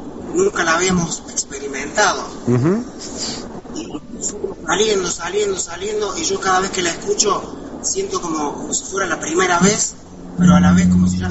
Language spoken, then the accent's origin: Spanish; Villa Carlos Paz, Córdoba, Argentina; Somos de Carlos Paz. Acá estoy con mi hermano